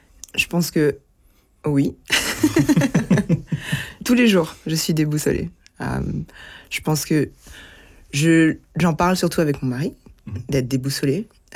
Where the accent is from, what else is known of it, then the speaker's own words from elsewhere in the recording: Brussels, Brussels-Capital Region, Belgium; also born or lived in Kinshasa, DR Congo; j'ai grandi à Bruxelles finalement, la majorité de ma scolarité, toute ma scolarité au final je l'ai fait à Bruxelles, l'université aussi. Donc voilà, j'ajoute aussi l'identité bruxelloise forcément à tout ça.